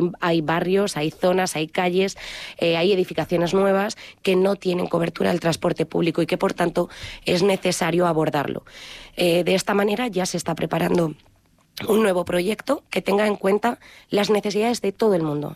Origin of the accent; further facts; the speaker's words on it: Talavera de la Reina, Castilla-La Mancha, Spain; Nosotros también somos ciudadanos de Talavera